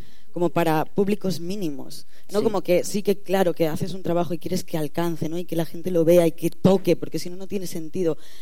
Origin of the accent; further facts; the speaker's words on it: Galicia, Spain; nosotras somos de Galicia, que sí que está ahí como en el fin de la tierra